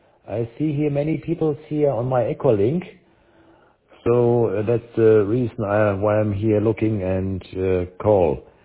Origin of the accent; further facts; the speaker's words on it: Hesse, Germany; I'm from Germany, 60 kilometers north of Frankfurt.